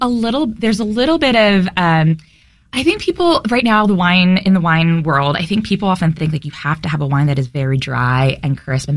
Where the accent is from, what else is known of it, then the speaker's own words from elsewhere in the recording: South Korea; So, like, I grew up in Korea, so I grew up around fermentation.